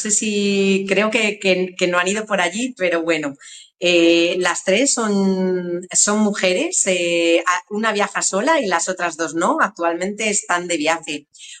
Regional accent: Guadalajara, Castilla-La Mancha, Spain; es de la misma provincia que somos nosotros, somos de Guadalajara.

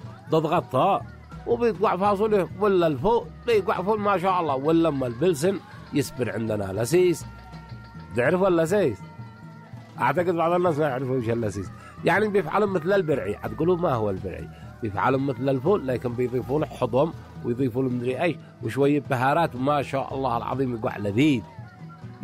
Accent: Yemen; الذي عندنا في القرية، الذي عندنا في السوق الشعبي، الذي عندنا في عواصم المحافظات، والذي عندنا في صنعاء

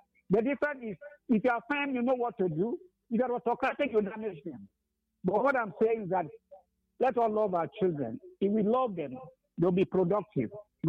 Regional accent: Cross River, Nigeria; from Cross River State.

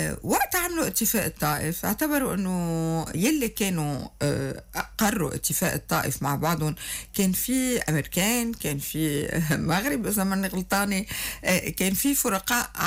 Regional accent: Beirut, Beirut Governorate, Lebanon; now in Metn, Lebanon; العرق الكسرواني في مكان ما، ومن عشقود تحديدا. أنا وصغيرة يمكن ما كنت أعرف قيمة الانتماء للجبل، لأنه أنا كمان بيروتية

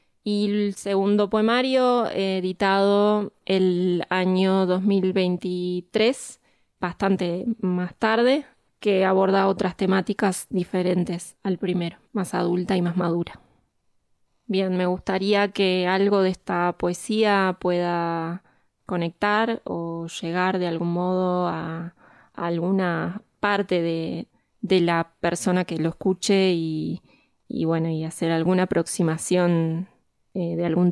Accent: Montevideo, Uruguay; soy uruguaya, vivo en Montevideo, que es la capital del Uruguay, y viví mucho tiempo en un barrio ubicado al norte de Montevideo, un barrio donde pasaba el tren

